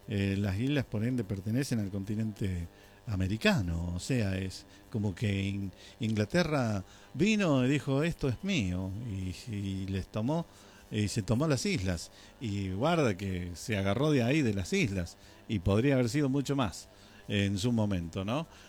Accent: Argentina; Somos argentinos

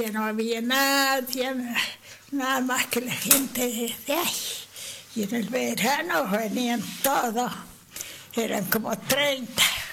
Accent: Las Lechucitas, Córdoba, Argentina; Nací en Las Lechucitas.

